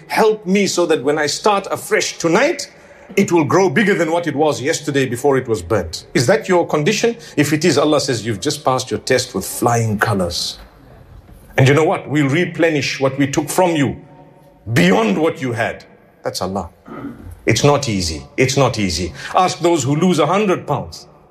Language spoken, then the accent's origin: English; South Africa; And I come from Africa. Let me tell you, at times, and this is not about food, it's about something else. Every single day, electricity just goes off. When you need it the most. Right now it's winter back in South Africa.